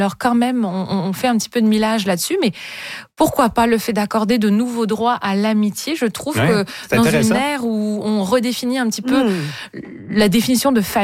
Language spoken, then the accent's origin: French; Quebec, Canada; il n'existe pas encore chez nous au Québec de propositions comme ça